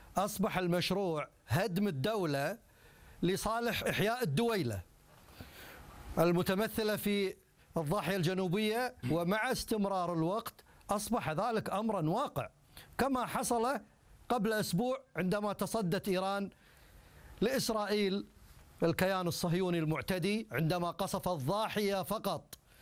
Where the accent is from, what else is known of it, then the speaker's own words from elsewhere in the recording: Iraq; لكن للأسف نحن دائما من العراق